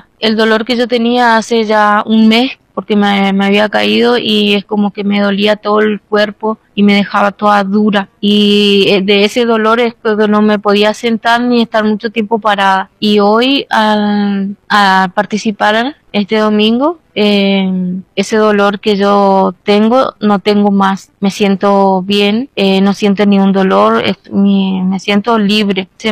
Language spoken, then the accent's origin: Spanish; Formosa, Argentina; soy de Formosa.